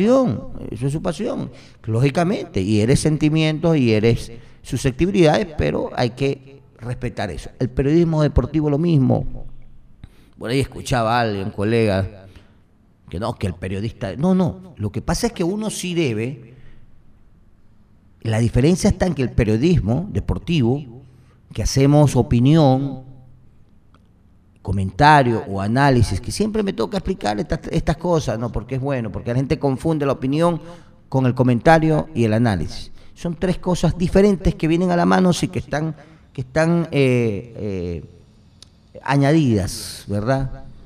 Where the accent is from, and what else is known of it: Ecuador